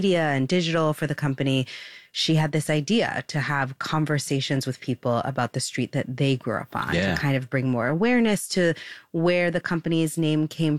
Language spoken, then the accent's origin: English; Bronx, New York, United States; And I think one of the biggest gifts for me growing up on Pugsley Avenue was that pool in the center of Jamie Towers. I grew up at that pool.